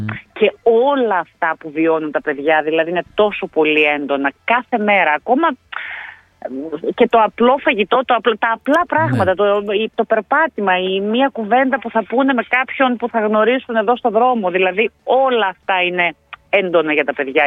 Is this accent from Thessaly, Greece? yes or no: no; Orestiada, Eastern Macedonia and Thrace, Greece; moved away as an adult; also born or lived in Thessaloniki; now in Melbourne, Australia; Γεννήθηκα και μεγάλωσα στην Ορεστιάδα και τελείωσα σχολείο. Το τελείωσα εκεί το σχολείο. Δηλαδή, μέχρι και τα 18 ήμουν στην Ορεστιάδα. Μετά έφυγα για σπουδέ στη Θεσσαλονίκη και έμεινα στη Θεσσαλονίκη και μετά Μελβούρνη.